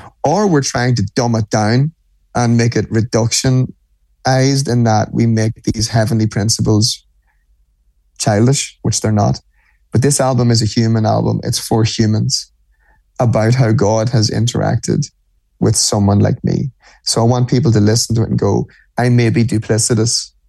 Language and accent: English; Ireland; So I'm an Irishman, right? So I speak Irish, not fluently, but no, Gaelic.